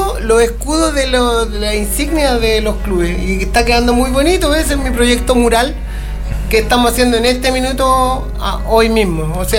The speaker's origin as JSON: {"language": "Spanish", "region": "Valparaíso", "country": "Chile", "said": "Yo soy de Playa Ancha, del sector de la Marina Mercante, por venir bajo, por venir alto. Ahí, de ahí soy yo"}